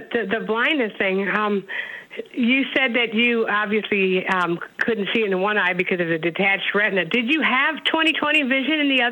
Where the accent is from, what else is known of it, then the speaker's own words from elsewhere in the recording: Janesville, Wisconsin, United States; moved away; also born or lived in Milwaukee; I'm actually from Wisconsin. I grew up in Janesville. I was born in Milwaukee, but I grew up in Janesville